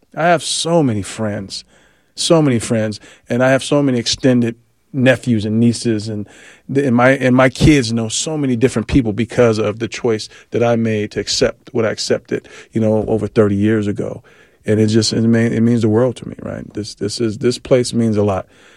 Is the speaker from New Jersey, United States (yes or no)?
no; Las Vegas, Nevada, United States; moved away; Like, we grew up together in Las Vegas.